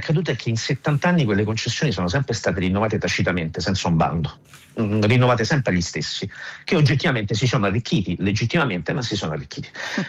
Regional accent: Rome, Lazio, Italy; quando scoprono che io vengo da Ostia

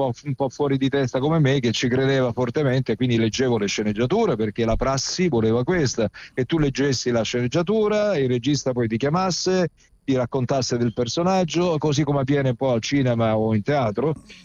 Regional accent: Castellammare di Stabia, Campania, Italy; born there; Ho citato Annibale Ruccello perché io sono nato a Château-sur-la-Mer, a Castellammare di Stabia.

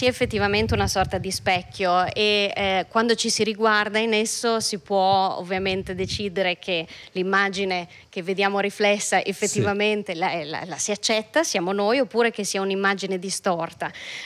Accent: Brazil; in Brasile, il mio paese che io adoro follemente

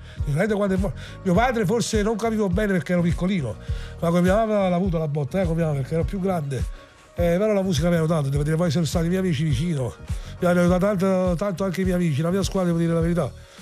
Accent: Acerra, Campania, Italy; Sì, dove sono nato io, dove è nato Pulcinella.

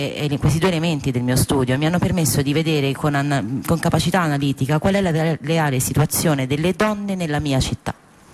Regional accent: Palestine; now in Italy; anche la colpa di sopravvivere fuori dal mio paese come palestinese, che qui gode della possibilità di uscire con gli amici, mangiare la pizza e distrarsi

